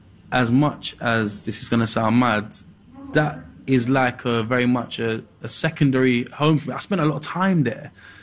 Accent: Peckham, London, United Kingdom; growing up in Peckham, people weren't, from my demographic, weren't really putting out YouTube videos

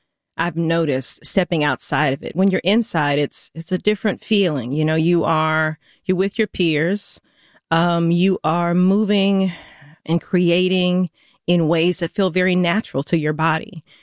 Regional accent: Baton Rouge, Louisiana, United States; I grew up in Baton Rouge, Louisiana.

